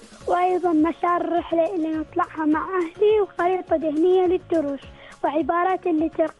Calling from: Ad Dakhiliyah, Oman; … من مدرسة الإيثار من ولاية تربن ومحافظة الداخلية.

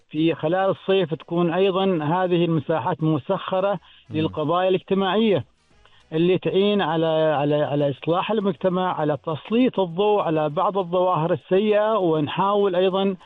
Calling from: Oman; إذا تكلمنا إحنا كعماني وكمسلم

